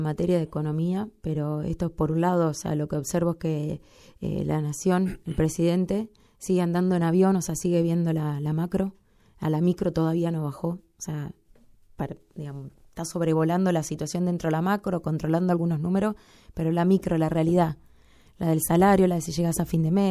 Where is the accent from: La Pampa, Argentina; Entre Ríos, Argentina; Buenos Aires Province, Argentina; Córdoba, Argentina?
Buenos Aires Province, Argentina; Ramallo; las personas que habitan nuestra ciudad